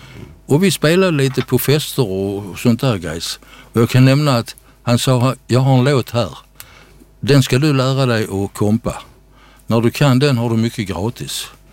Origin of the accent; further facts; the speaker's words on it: Eslöv, Skåne, Sweden; i Sallrup där jag är uppväxt utanför Eslöv.